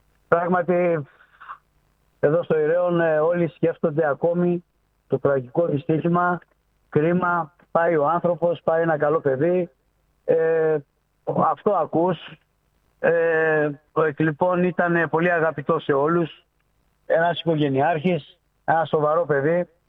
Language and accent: Greek; Greece; μας ενοχλεί σαν Έλληνες.